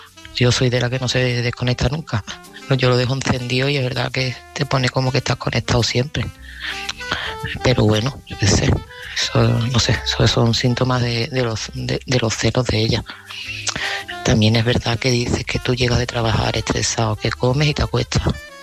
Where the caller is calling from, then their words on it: Seville, Andalusia, Spain; de Sevilla y este mensaje va para Oscar.